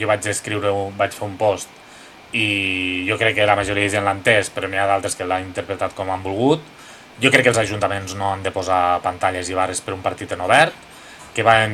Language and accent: Catalan; Lleida, Catalonia, Spain; sóc de Lleida des de xiquitito.